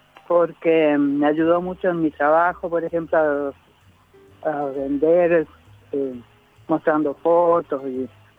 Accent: Corrientes, Argentina

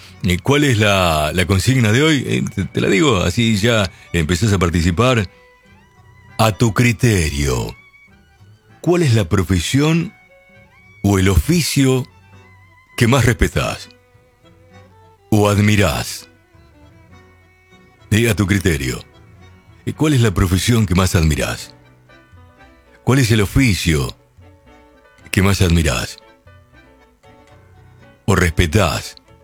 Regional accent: Lincoln, Buenos Aires Province, Argentina; Cuando yo salí del pueblo, yo salí de Lincoln, alguna vez me dijo mi viejo

